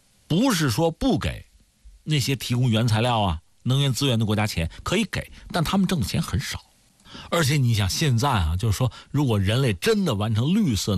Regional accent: China; 那我们中国人分析这个事情，

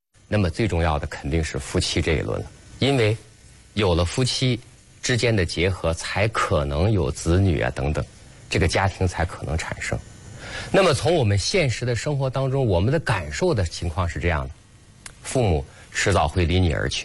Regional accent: China; 我们中国人

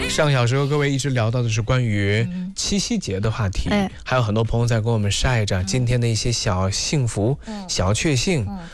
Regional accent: Shijiazhuang, Hebei, China; 尤其是对于我从小长到大都是在石家庄长大的来讲的话，

